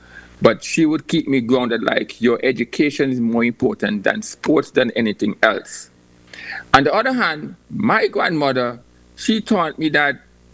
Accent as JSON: {"language": "English", "town": "North Grove", "country": "Antigua & Barbuda", "tie": "born or raised there", "moved": "yes", "lives_now": "United States", "said": "So I'm from North Grove, grew up in North Grove"}